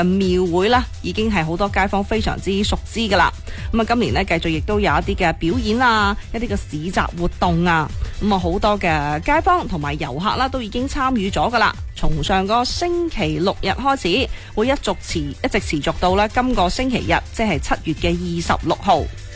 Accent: Foshan, Guangdong, China; 我哋佛山人

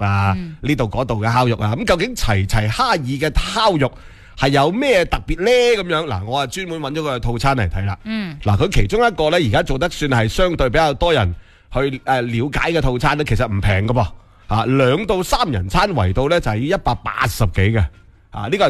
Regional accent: Foshan, Guangdong, China; 系对于我哋佛山人嚟讲咧，都系一啲咧新嘅呢、這个。

